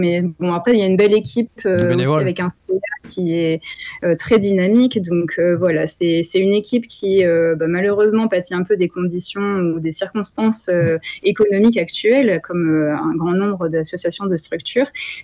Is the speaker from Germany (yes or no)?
no; Île-de-France, France; now in Toulouse, France; Non, je suis de région parisienne et je suis descendue à Toulouse il y a 5 ans.